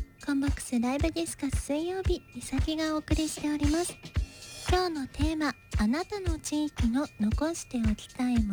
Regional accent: Saitama, Japan; 私の実家は埼玉市の大宮寄りにあります。

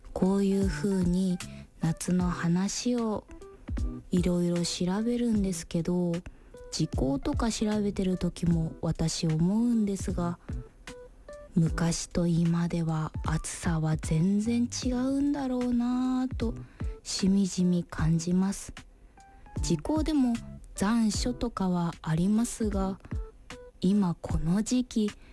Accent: Yamagata, Japan; now in Tokyo, Japan; 私の地元の山形では

